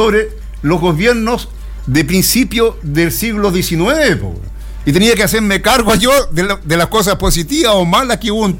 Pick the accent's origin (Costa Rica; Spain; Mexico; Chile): Chile; Yo soy chileno, tengo un programa para Chile.